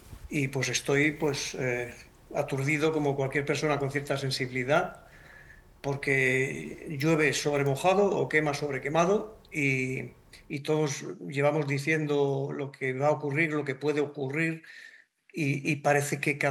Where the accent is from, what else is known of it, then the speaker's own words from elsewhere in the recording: Asturias, Spain; mi realidad como asturiano